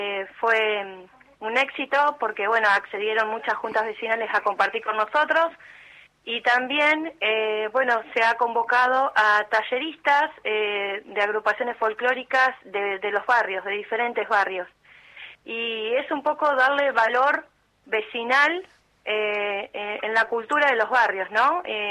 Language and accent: Spanish; Argentina; no solamente como argentinos, sino también como cultura local